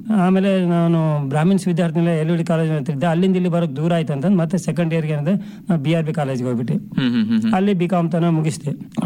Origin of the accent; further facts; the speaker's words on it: Bagalwad, Karnataka, India; also born or lived in Sindhanur; ನಾನು ಆಗಿನ ಮಾನವಿ ತಾಲೂಕು, ಈಗಿನ ಸಿರಿವಾರ ತಾಲೂಕು, ಬಾಗಲವಾಡದಲ್ಲಿ 1960 ಜನಿಸಿದೆ. ಅದೇ ನನ್ನ ತಾಯಿ ತವರ ಮನೆ. ನಾವು ತಾಯಿ ಆಸ್ತಿಗೆ ಬಂದದ ಕಾರಣ ಇಲ್ಲೇ ಇದ್ವಿ.